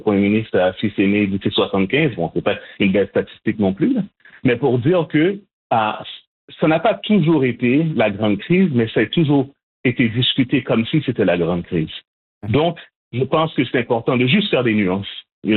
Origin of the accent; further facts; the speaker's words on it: Montreal, Quebec, Canada; now in Toronto, Canada; Moi, je suis Montréalais qui vit à Toronto, ça fait plus que 20 ans.